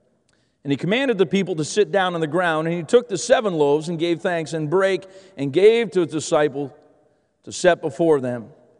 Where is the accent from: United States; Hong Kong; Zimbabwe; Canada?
Canada; moved away; I'm Canadian.